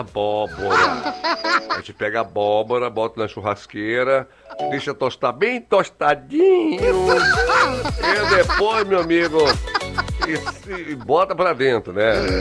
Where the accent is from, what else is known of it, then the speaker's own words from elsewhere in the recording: Salvador, Bahia, Brazil; Eu sou aqui de Salvador, Bahia